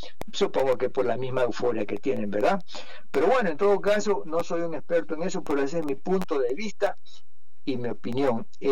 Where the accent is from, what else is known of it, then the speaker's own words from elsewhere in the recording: Guayaquil, Guayas, Ecuador; moved away as an adult; now in Grand Rapids, United States; Cuando voy a mi país, mi tierra, Ecuador, Guayaquil, la ciudad donde yo vivo, una ciudad grande, 3 millones de habitantes